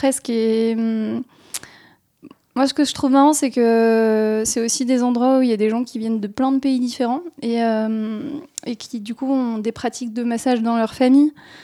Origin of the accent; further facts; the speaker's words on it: Grenoble, Auvergne-Rhône-Alpes, France; alors je viens de Grenoble